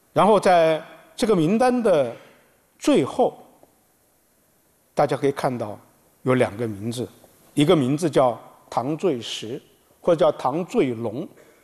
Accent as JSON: {"language": "Chinese", "town": "Hangzhou", "region": "Zhejiang", "country": "China", "said": "我们杭州人"}